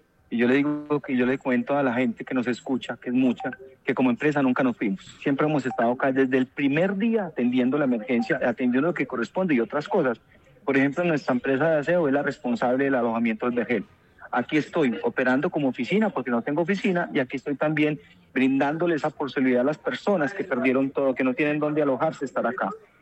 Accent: Pereira, Risaralda, Colombia; pereiranos, que somos una raza, yo creo que una raza muy bonita. Y es que aquí no hay forasteros, todos somos pereiranos.

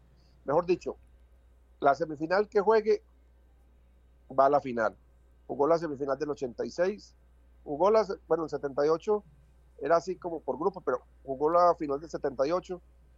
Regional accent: Colombia; Nosotros los colombianos nos cuesta muchísimo decir te amo

